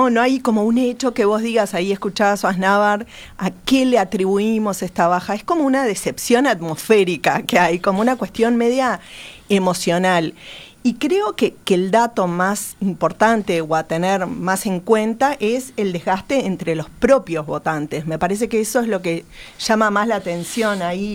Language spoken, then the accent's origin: Spanish; Buenos Aires, Argentina; Yo vengo de Buenos Aires, no queremos eso